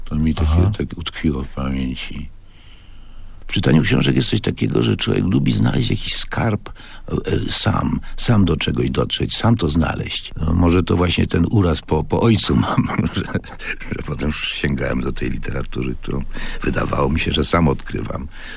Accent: Kraków, Lesser Poland, Poland; Ja jestem rodowitym krakowianinem, z dziada pradziada.

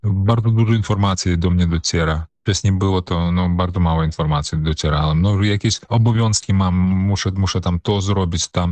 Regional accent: Grodno Region, Belarus; first language Polish; moved away as an adult; Urodziłem się w Związku Sowieckim, czyli w państwie totalitarnym, gdzie Polaków miało w wypadku BSSR, czyli Białoruskiej Socjalistycznej Republiki Radzieckiej, miało w ogóle nie być.

